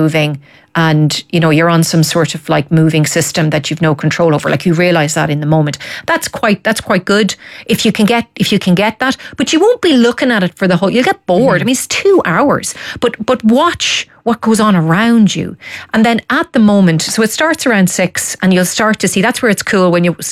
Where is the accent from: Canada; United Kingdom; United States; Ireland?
Ireland; Dundalk, Leinster; I'm in Dundalk, my hometown.